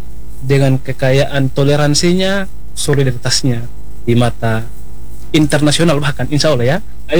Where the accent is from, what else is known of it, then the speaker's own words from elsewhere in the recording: Alor, East Nusa Tenggara, Indonesia; kita orang Alor